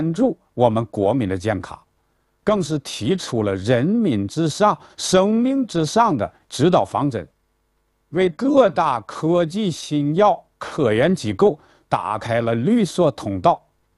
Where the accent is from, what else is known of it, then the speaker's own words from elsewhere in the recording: China; 我是中国人，而且我所用到的药材都是中国产的，一切都来自中国